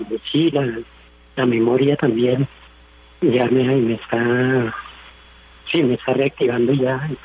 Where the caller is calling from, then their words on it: Funza, Cundinamarca, Colombia; En Funza.